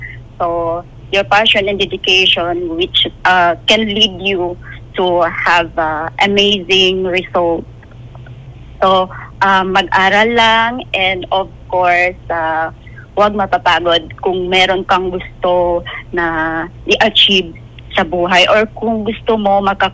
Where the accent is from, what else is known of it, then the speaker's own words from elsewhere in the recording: Bangsamoro, Philippines; Kasi po taga doon po ako. I'm a Tausug po.